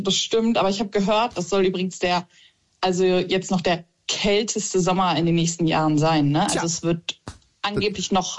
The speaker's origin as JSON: {"language": "German", "region": "North Rhine-Westphalia", "country": "Germany", "said": "Also ich komme aus NRW und er aus Rheinland-Pfalz."}